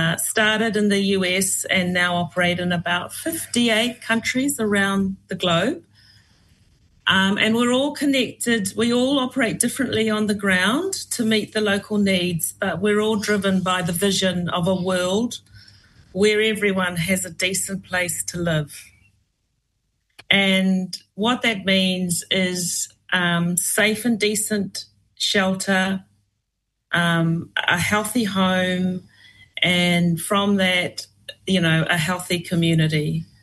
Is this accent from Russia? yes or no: no; Northland, New Zealand; I grew up in New Zealand. I'm born and bred in New Zealand. I grew up in New Zealand. I grew up in the North Island, in the north of the North Island in New Zealand, in a small district called Pākaraka.